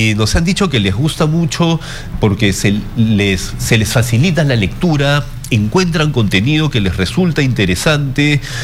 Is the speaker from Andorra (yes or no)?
no; Peru